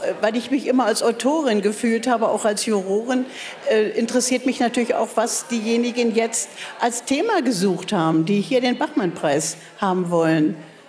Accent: Berlin, Germany; ich bin eine Berliner Spottdrossel.

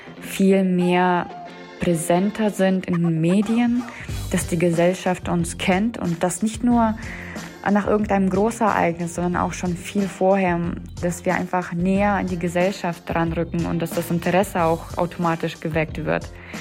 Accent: Kazakhstan; now in Germany; Also die Menschen waren auch nicht so offen und gastfreundlich, wie ich das aus meiner Heimat kannte. Damit musste man sich erstmal auseinandersetzen. Die Deutschen könnten sich von den Kasachen definitiv abgucken, diese offene, gastfreundliche und familiäre Miteinander sein. Das wird schon in Kasachstan sehr, sehr groß geschrieben.

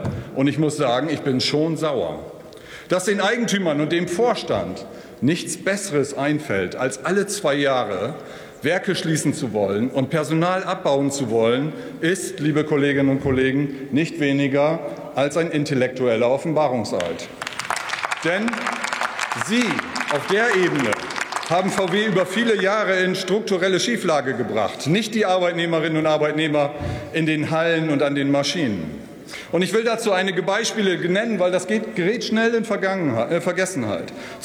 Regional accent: Emden, Lower Saxony, Germany; Ich komme aus Ostfriesland, ich gebe es mal zu. Ich komme aus Emden, aus dem äußersten Nordwesten der Bundesrepublik.

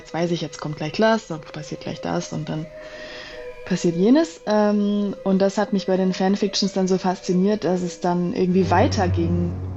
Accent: Düsseldorf, North Rhine-Westphalia, Germany; ich komme aus Düsseldorf und da gibt es eine Zeitung für wohnungslose Menschen

